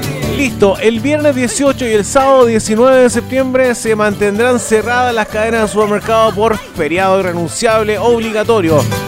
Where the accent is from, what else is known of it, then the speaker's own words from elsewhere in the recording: Chile; Sabemos que somos chilenos y que todo lo hacemos a última hora